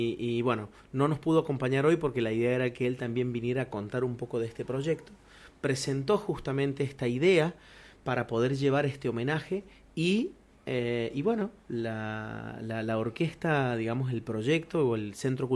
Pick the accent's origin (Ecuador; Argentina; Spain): Argentina; Cuyo; born there; Porque nosotros, los que vivimos en esta tierra y los que somos nacidos aquí en Cuyo